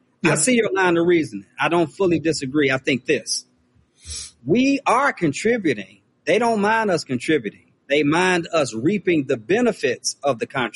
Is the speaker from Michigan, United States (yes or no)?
yes; Benton Harbor, Michigan, United States; the people in the greater Chicago area are actually closer to my hometown, which has been Benton Harbor, Michigan.